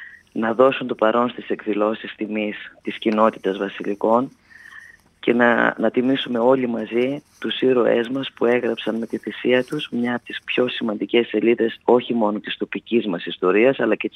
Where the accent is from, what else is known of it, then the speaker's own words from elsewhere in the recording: Vasilika, Central Macedonia, Greece; το δικό μου το ρητό όσον αφορά τον τόπο μου είναι βασιλικά τόπος να δεις, βασιλικά τόπος να ζεις.